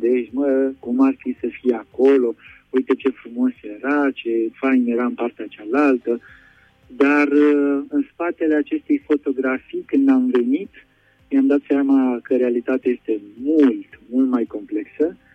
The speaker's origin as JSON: {"language": "Romanian", "country": "Romania", "moved": "yes", "lives_now": "Paris, France", "said": "noi ca români tindem să venim spre biserică"}